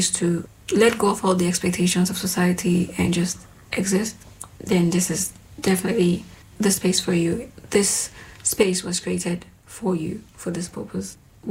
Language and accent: English; Nigeria; accent: Nigerian; English is a second language; moved away as an adult; now in Greece; I'm from Nigeria. I lived in Nigeria up until I was 18 years old, and then I moved to Greece. I lived in Greece for about 4 years